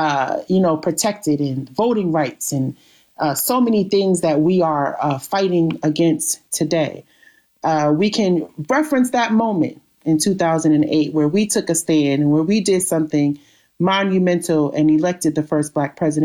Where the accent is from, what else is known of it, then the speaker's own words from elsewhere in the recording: New York, United States; But I'm excited as a New Yorker to celebrate the Knicks championship